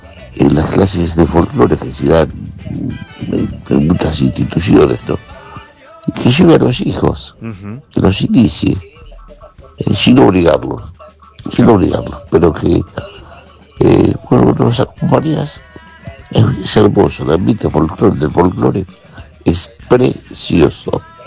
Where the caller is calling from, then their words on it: Buenos Aires, Argentina; de Mataderos.